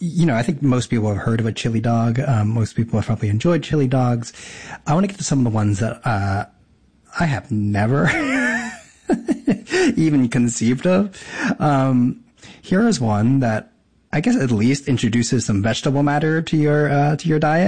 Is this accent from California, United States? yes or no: no; New Jersey, United States; No, I grew up in Jersey.